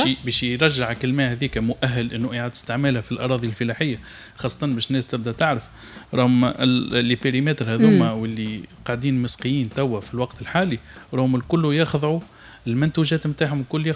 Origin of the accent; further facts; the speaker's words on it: Tunisia; عندنا في تونس